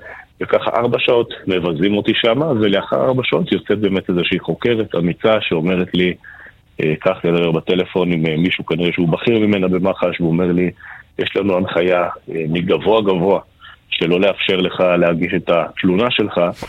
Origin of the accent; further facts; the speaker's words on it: Mitzpe Yericho, West Bank, Palestine; הגעתי ליישוב מצפה יריחו, שבו גדלתי